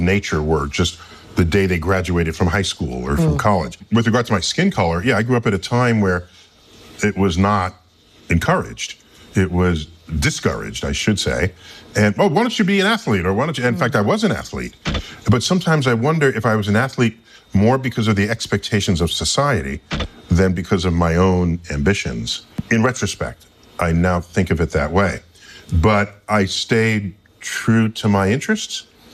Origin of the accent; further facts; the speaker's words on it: New York City, New York, United States; And I grew up in the Bronx